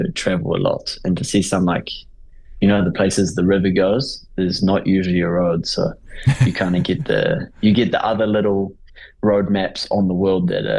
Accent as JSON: {"language": "English", "area": "Okere Falls", "region": "Bay of Plenty", "country": "New Zealand", "tie": "born or raised there", "said": "I grew up in Aukiri Falls, a small town out of Rotorua."}